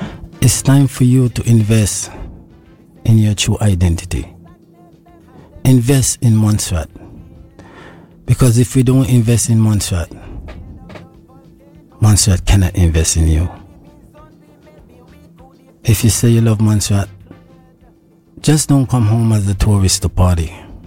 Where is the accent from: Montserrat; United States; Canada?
Montserrat; I'm a monstration British citizen.